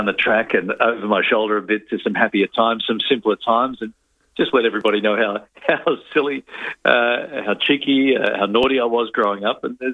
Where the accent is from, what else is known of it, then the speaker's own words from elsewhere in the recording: Sydney, New South Wales, Australia; also born or lived in Melbourne; I was born in Melbourne. And then when Dad's post had finished down there a few months later, we all sort of, got on the train and came back to Sydney.